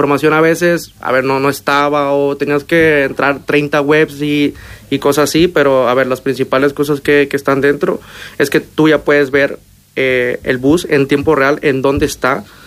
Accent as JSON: {"language": "Spanish", "country": "Mexico", "moved": "as an adult", "lives_now": "Ávila, Spain", "said": "Yo vengo de México, uh-huh. Un poquito cerquita de aquí, ¿eh?"}